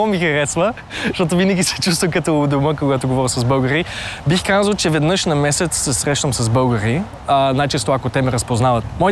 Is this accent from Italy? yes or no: no; Vienna, Austria; Официално съм австриец с български корени, понеже съм роден и израснал в Австрия, в Виена, в столицата, но аз се считам като българин от Австрия, понеже се чувствам много повече българин.